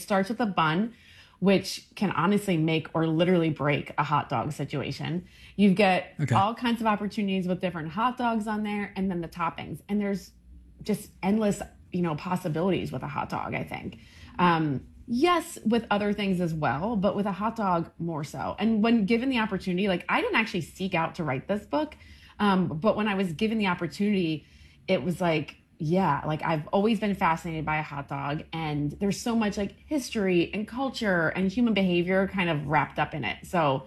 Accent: Maryland, United States; born or raised there

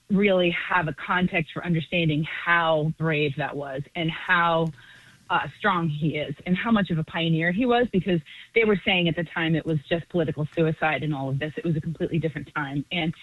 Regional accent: Boston, Massachusetts, United States; moved away as an adult; now in Bronx, New York, United States; I've been in New York 20 years, but I grew up in Boston, and I was about 16 when Barney Frank came out.

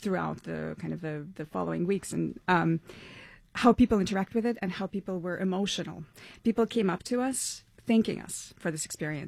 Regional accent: Latvia; moved away; And actually, I'm originally from Latvia

